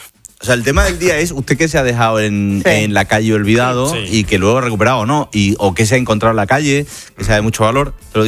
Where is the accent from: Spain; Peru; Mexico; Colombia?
Spain; Seville, Andalusia; Sabéis que evidentemente soy de Sevilla.